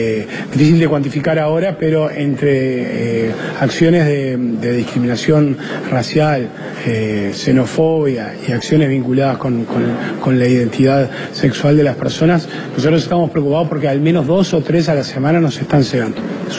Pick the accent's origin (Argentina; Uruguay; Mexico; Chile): Uruguay; Montevideo; Nosotros nos mentiríamos como montevideanos si decimos que todos los montevideanos y montevideanas tienen acceso a la Rambla